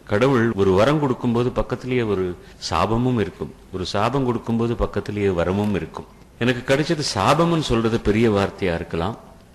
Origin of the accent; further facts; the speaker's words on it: Nellore, Andhra Pradesh, India; born there; எங்கள் வீட்டில் ரேடியோ இல்லாத காலத்தில் ஒரு பார்க் இருக்கு சுதந்திர பார்க்குன்னு நெல்லூரில்